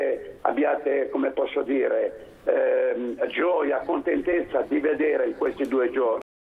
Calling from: Genoa, Liguria, Italy; sono di Ponte Decimo.

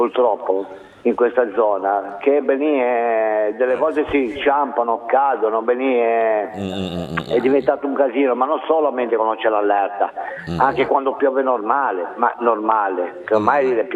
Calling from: Genoa, Liguria, Italy; io sono dalla Val Bisagno

